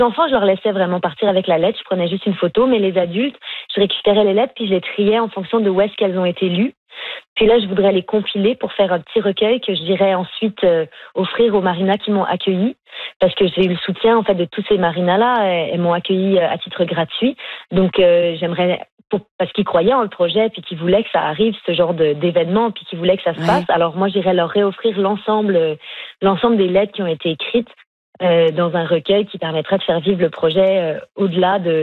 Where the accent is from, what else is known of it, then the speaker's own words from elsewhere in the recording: Montreal, Quebec, Canada; J'ai grandi au Québec et puis j'ai souvent, et à Montréal en fait